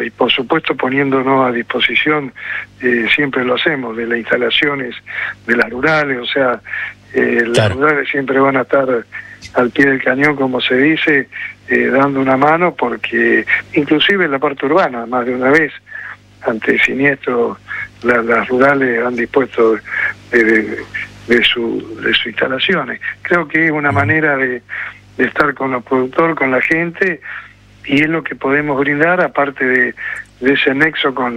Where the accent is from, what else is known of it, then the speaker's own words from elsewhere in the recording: Argentina; no podemos permitirnos como argentinos, y esto no es una crítica a nadie